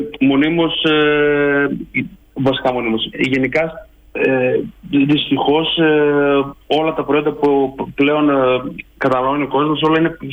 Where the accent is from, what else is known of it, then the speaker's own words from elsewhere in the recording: Greece; Υποτίθεται γι' αυτό είμαστε Έλληνες στην Ελλάδα.